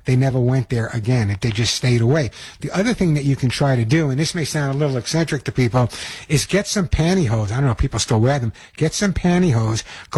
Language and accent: English; New York, United States; Oh, I'm such a New Yorker.